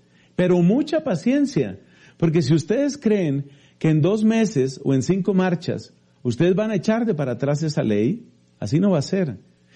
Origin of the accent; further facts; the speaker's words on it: Colombia; en mi país, en Colombia